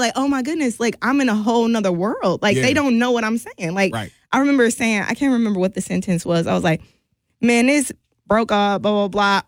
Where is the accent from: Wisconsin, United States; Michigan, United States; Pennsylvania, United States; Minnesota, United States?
Wisconsin, United States; Milwaukee; moved away as an adult; now in Henderson, United States; Milwaukee wasn't going nowhere. It's been here since I've been born.